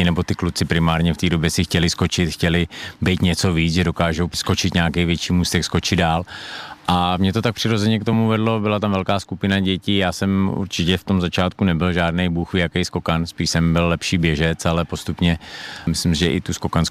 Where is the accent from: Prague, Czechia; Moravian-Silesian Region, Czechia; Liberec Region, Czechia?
Liberec Region, Czechia; Harachov; also born or lived in Jílemnice; Tak v Jílemnici jsem narozený, protože v Harachově porodnici nemáme, ale jinak jsem rodák jakoby z Harachova, takže tam ta volba byla úplně jasná.